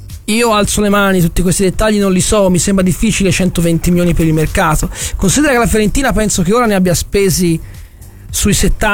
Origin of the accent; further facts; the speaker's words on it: Florence, Tuscany, Italy; l'ho apprezzato molto da fiorentino